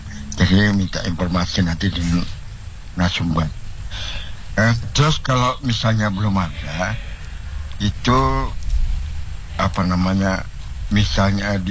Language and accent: Indonesian; Palaran, East Kalimantan, Indonesia; Kebetulan kami orang Palaran ya kan.